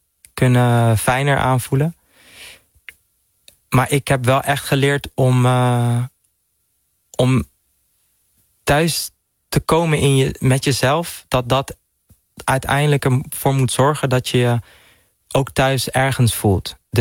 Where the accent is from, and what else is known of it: Netherlands